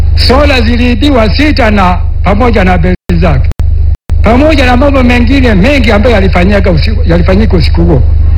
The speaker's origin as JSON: {"language": "Swahili", "town": "Minyenga", "country": "Tanzania", "said": "Natoka kijiji cha Minyenga. Kata Kiungu."}